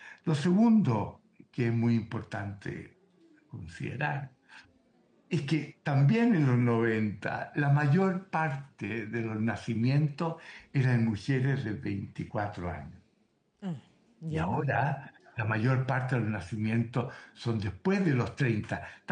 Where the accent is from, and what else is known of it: Chile